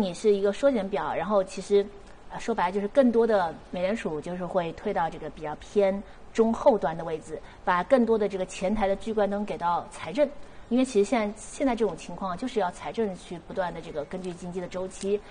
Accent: China; 我们中国人

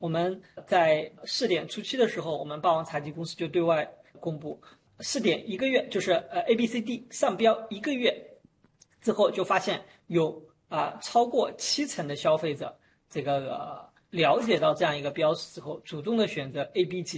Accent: China; 我们中国人的健康素养已经到了一定的高度了

